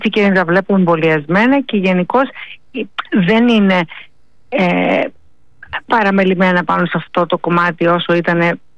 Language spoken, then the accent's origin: Greek; Filoti, South Aegean, Greece; Από το Φιλότι στην Άξου